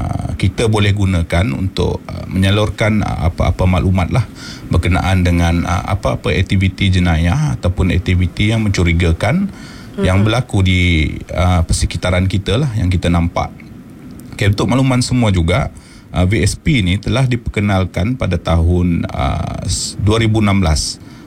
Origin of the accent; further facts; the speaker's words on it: Betong, Sarawak, Malaysia; Kami berasal daripada Betong Sarawak lah.